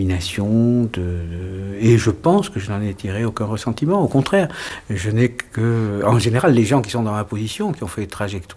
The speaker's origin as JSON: {"language": "French", "region": "Nouvelle-Aquitaine", "country": "France", "said": "Je viens d'un tout petit village du Béarn, du sud-ouest de la France, et d'une famille de tout petits fonctionnaires."}